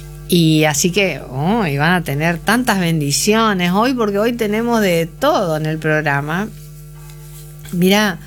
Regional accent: Avellaneda, Santa Fe, Argentina; moved away; en Avellaneda, Santa Fe, de donde soy oriunda, también hoy es asueto

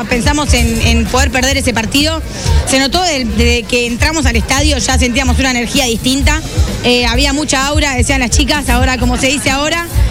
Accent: Argentina; sabemos que somos como argentinas

